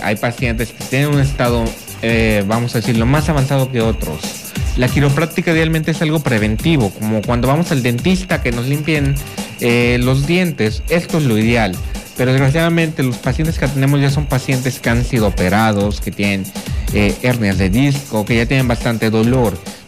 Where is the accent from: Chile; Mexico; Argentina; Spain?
Mexico; moved away as an adult; now in Dominican Republic; Yo soy de México